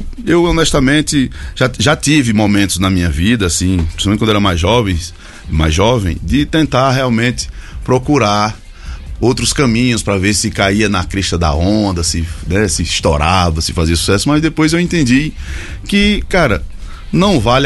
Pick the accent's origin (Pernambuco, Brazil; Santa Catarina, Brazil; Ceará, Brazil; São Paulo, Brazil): Ceará, Brazil; E também no Ceará, lá na minha região, na cidade do Crato e também na cidade de Juazeiro.